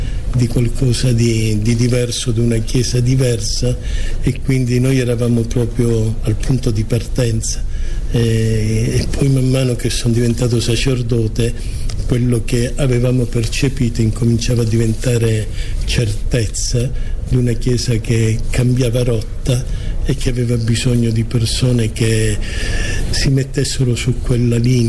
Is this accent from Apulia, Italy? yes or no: no; Messina, Sicily, Italy; moved away as an adult; now in Agrigento, Italy; e quindi ho fatto tutto a Messina, mia città d'origine appunto